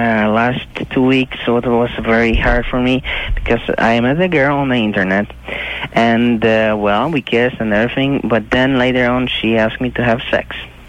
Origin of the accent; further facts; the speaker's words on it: Poland; English is a second language; moved away as an adult; now in United States; No, I'm from Poland originally.